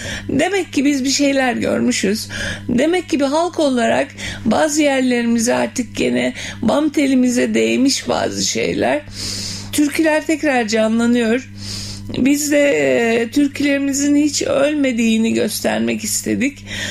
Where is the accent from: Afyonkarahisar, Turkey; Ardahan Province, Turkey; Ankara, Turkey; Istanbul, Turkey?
Ardahan Province, Turkey; Ardahan; Ardahanlıyım ben, Ardahan.